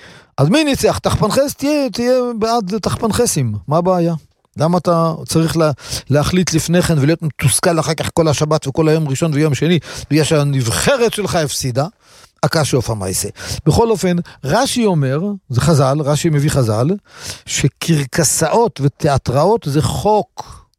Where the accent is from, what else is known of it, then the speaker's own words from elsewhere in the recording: Kiryat Ata, Haifa District, Israel; בתור ילד, גרתי בכפר עטה.